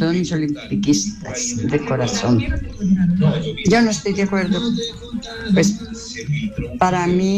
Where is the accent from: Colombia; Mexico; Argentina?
Colombia; Cartago, Valle del Cauca; now in Pereira, Colombia; Porque pues doy gracias a Dios de que Pereira me abrió las puertas hace 28 años, que yo llegué de Cartago Valle para acá.